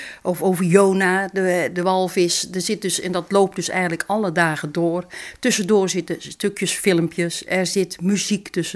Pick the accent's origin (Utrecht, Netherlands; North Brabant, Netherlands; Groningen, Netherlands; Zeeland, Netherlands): Utrecht, Netherlands; Zeist; Ik kom ook uit Zeist.